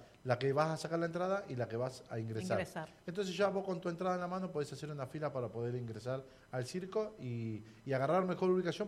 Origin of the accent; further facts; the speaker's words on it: Buenos Aires, Argentina; nosotros somos de Buenos Aires